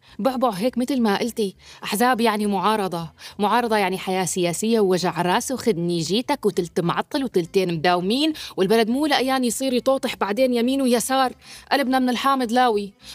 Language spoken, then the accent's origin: Arabic; Syria; المهم بالنسبة لنا كسوريين